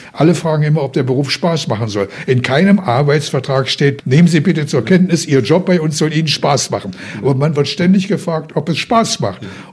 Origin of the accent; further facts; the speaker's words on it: Harz, Germany; Ich bin im Harz aufgewachsen